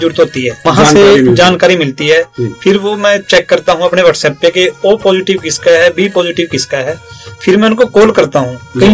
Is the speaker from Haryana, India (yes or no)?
yes; Haryana, India; मेरा गांव कुराली है जी, नारायणगढ़ के पास